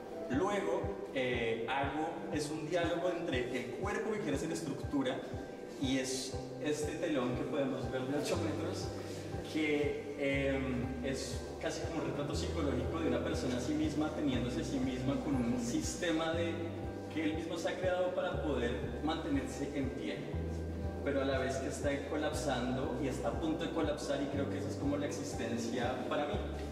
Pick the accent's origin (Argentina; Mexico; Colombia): Colombia; Bogotá; soy de Bogotá, Colombia. Soy un artista que me considero una persona muy existencialista.